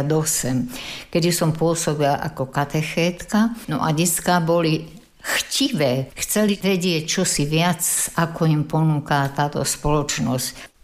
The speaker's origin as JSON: {"language": "Slovak", "town": "Bánov", "region": "Nitra Region", "country": "Slovakia", "said": "My sme vlastne verejne u nás v Bánove nič nemohli podniknúť."}